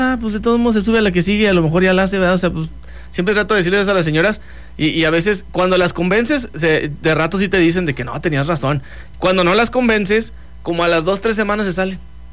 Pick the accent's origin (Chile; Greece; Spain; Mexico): Mexico; Somos buenos mexicanos.